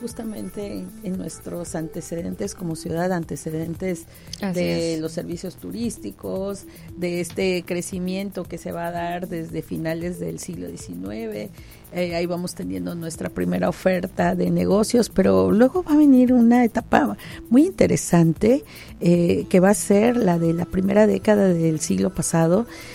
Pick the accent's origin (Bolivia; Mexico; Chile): Mexico; Baja California; nos sentimos muy orgullosos de la gastronomía baja californiana